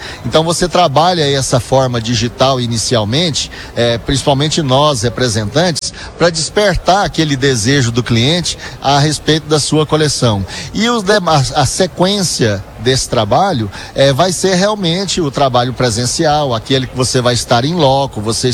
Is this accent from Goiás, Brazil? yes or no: yes; Goiás, Brazil; accent: Goiano; como diz o nosso dialeto goiano aqui